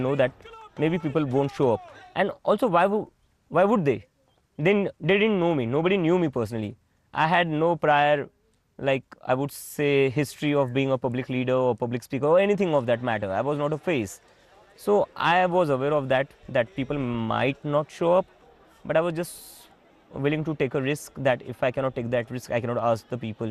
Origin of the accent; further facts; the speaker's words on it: India; moved away as an adult; also born or lived in Boston, United States; I was an international student studying in the US on an Indian passport. I was an Indian abroad. Everybody who knew me there knew me as an Indian